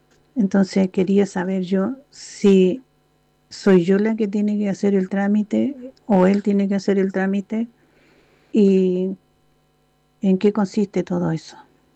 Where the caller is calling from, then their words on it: Villa Alemana, Valparaíso, Chile; soy de Villa Alemana.